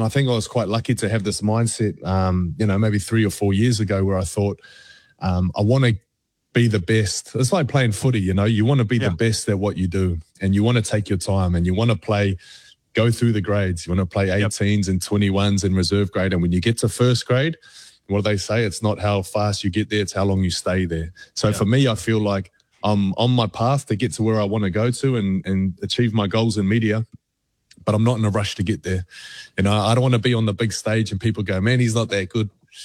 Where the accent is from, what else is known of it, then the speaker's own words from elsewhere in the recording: Auckland, New Zealand; Like, I'm from Auckland, you know. I spent my weekends growing up in Otara. I lived in Howick. I lived, you know, I'm an East Side boy.